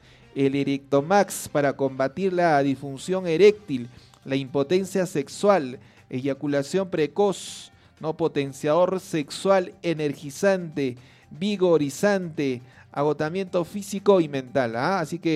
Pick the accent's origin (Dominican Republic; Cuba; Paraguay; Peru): Peru